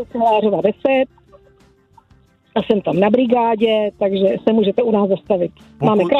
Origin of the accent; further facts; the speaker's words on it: Moravská Třebová, Pardubice Region, Czechia; My jsme jí řekli, že jsme praskyle z Moravský Třebový